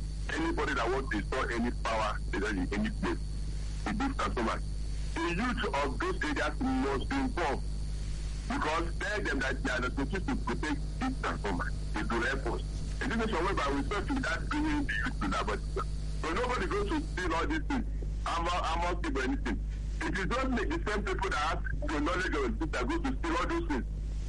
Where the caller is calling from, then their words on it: Niger State, Nigeria; from Aristide, Niger State.